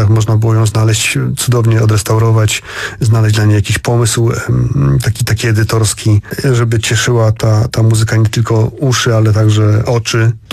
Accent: Warsaw, Masovian Voivodeship, Poland; No ja tutaj jako warszawiak zazdroszczę Opolu

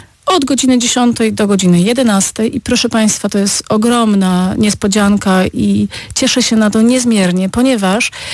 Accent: Opole Voivodeship, Poland; Ostatni cykl to był taki cykl związany z opolskim, z cementem, bo o tyle, tak jak wiesz, wychowałam się koło cementowni Odry.

